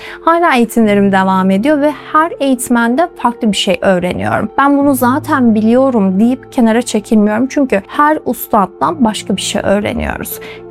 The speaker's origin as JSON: {"language": "Turkish", "region": "Kayseri", "country": "Turkey", "tie": "born there", "said": "1997 doğumluyum, Kayseri doğumluyum."}